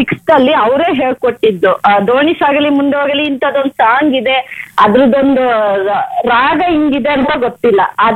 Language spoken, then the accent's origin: Kannada; Chitradurga, Karnataka, India; born there; also born or lived in Madhugiri; ನಾನ್ ಮಧುಗಿರಿಲಿ ಓದ್ತಿದ್ದೆ, ನಾಲ್ಕನೇ ಕ್ಲಾಸ್ ವರ್ಗೂ ನಾನ್ ಮಧುಗಿರಿಲೇ ಓದ್ತಿದ್ದು. ಐದನೇ ಕ್ಲಾಸ್ಗೆ ಅಂತ ನಮ್ಮೂರಿಗೆ ಬಂದೆ, ನಮ್ಮೂರು ನಮ್ ನೇಟಿವ್ ಬಂದು ಚಿತ್ರದುರ್ಗ